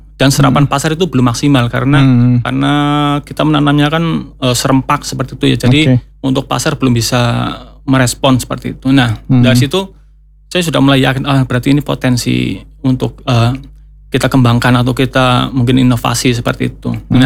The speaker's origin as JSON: {"language": "Indonesian", "region": "Central Java", "country": "Indonesia", "said": "di desa kami, di desa Siwarak ya"}